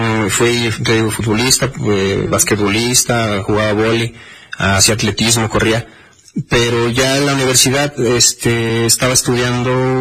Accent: Libres, Puebla, Mexico; Yo en lo personal, como crecí en Libres, me gusta el clima de acá. Yo no aguanto ni mucho calor ni tantísimo frío. Yo creo que el Libre es muy bonito para vivir, es muy intermedio en el clima.

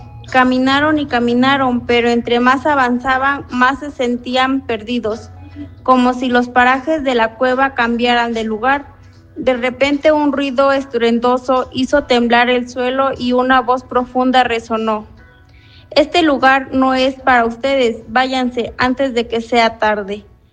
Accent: Santa Cecilia Clavijero, Puebla, Mexico; aquí de mi pueblo de Santa Cecilia Clavijero.

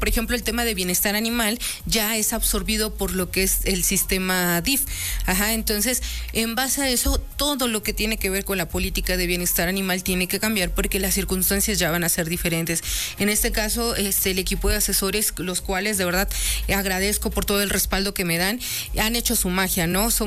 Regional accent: Zacapoaxtla, Puebla, Mexico; porque es donde yo soy de Zacapuaxtla

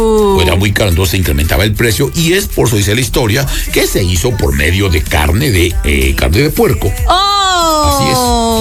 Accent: Puebla, Mexico; como buenos mexicanos y poblanos que somos

